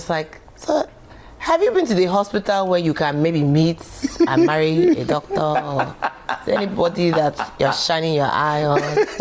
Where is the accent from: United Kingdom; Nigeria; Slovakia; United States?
Nigeria; I mean, would you ask me the same question about being Nigerian?